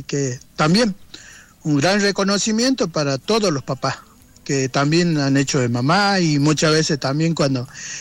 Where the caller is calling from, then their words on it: Salta, Argentina; la verdad que aparentemente está llovinando por todo Salta, che. ¿Sí? Yo ya salí de la Reserva La Pampita